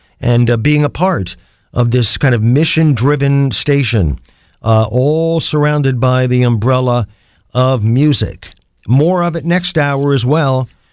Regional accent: Canton, Ohio, United States; Non-commercial public radio for Akron in my hometown of Canton, the Hall of Fame city, at 91.3 FM. I'm so fond of my hometown that I got choked up there.

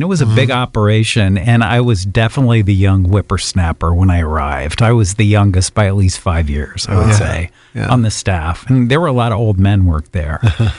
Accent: Wooster, Ohio, United States; I grew up in Worcester.

